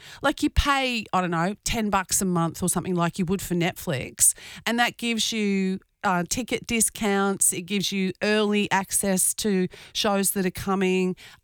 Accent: Toowoomba, Queensland, Australia; when I was growing up in Toowoomba

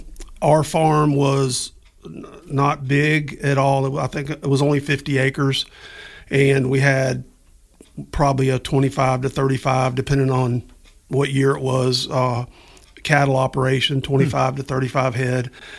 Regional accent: Florida, United States; I was born and raised in Escambia County, which is the county, Pensacola is the county seat. And I grew up in an area about 25 miles north of Pensacola.

